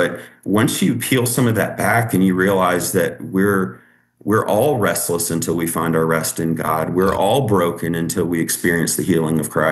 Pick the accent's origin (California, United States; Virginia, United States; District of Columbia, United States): Virginia, United States; Richmond; now in Southwest Virginia, United States; So I moved here from Richmond, Virginia, about a week after my high school graduation, with my mom and my dad and my daughter, who I had when I was 16, and we moved from the city of Richmond to Southwest Virginia.